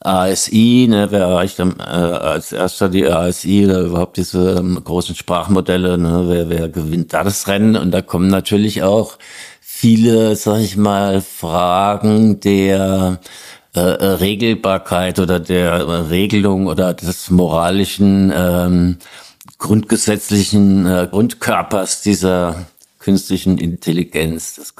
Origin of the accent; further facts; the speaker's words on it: Hesse, Germany; Naja, bei uns gab's halt dieses Kernkraftwerk Biblis in der Nähe, wo ich aufgewachsen bin.